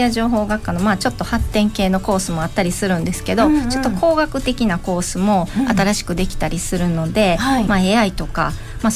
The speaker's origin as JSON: {"language": "Japanese", "region": "Tokushima", "country": "Japan", "tie": "born or raised there", "said": "徳島です。"}